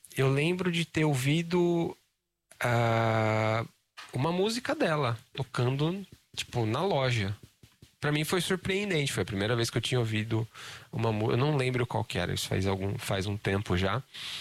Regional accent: Brazil; sendo brasileiro

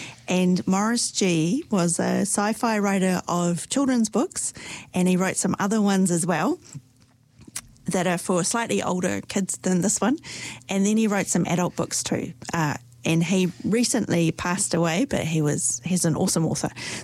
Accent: Dunedin, Otago, New Zealand; when I was growing up in Dunedin, Auckland was ver

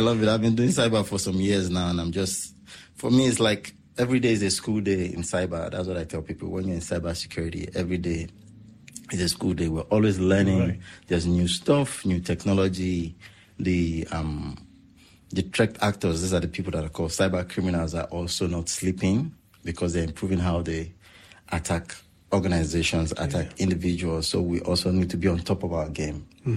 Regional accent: Nigeria; moved away as an adult; now in New Zealand; I'm originally from Nigeria. I moved to New Zealand 11 years ago. So, New Zealand is home for me now, and I must say I've been blessed, living in this country.

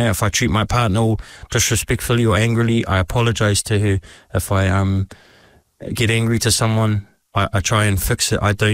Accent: Wellsford, Auckland, New Zealand; moved away; I'm from Wellsford

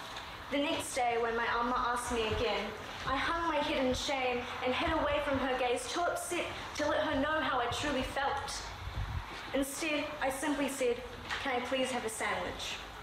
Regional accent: New Zealand; also born or lived in Sri Lanka; I was not born here. I was born in Sri Lanka. So the road I travel on has obstacles of migration. There always seemed to be a voice whispering in my ear, saying that I don't belong anywhere. I seem too Sri Lankan for New Zealand, but too Kiwi for Sri Lanka.

